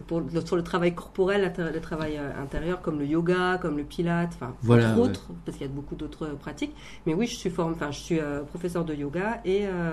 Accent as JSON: {"language": "French", "town": "Paris", "region": "Île-de-France", "country": "France", "also_born_or_lived": "Nancy, France", "moved": "as an adult", "said": "Je viens de Paris, j'ai fait ma formation artistique à Paris et je suis partie vivre en Lorraine effectivement pendant 15 années, Nancy exactement, ville dans laquelle j'ai fait plutôt toute ma carrière artistique."}